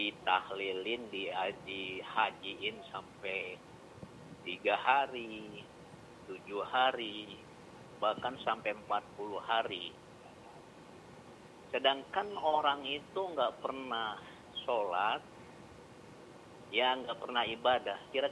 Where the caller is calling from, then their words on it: Babelan, West Java, Indonesia; di Babelan